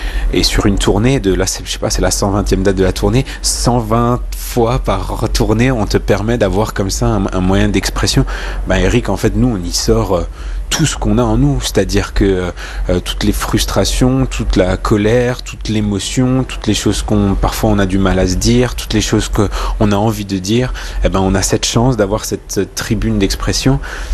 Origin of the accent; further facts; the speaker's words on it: Grand Est, France; Ouais, on est Alsacien.